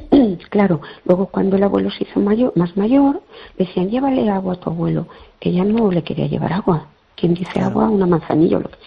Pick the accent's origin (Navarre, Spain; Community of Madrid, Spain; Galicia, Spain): Galicia, Spain; Fene; Hola, buenas noches.